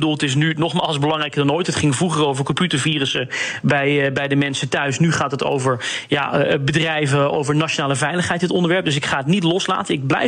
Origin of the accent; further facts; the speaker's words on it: Netherlands; als Nederlander